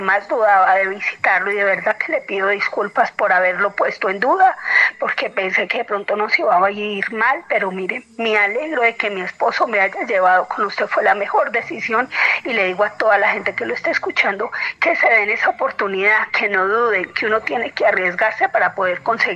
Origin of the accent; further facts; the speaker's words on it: Florencia, Caquetá, Colombia; yo no soy de acá, yo soy de Florencia, Caquetá, llevo 12 años viviendo acá